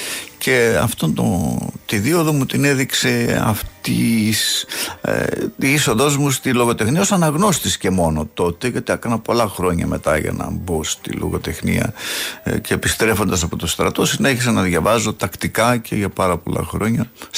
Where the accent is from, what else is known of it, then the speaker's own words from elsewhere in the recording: Melates, Epirus, Greece; Σε ένα μικρό χωριό της Άρτας, λέγεται Μελάτες.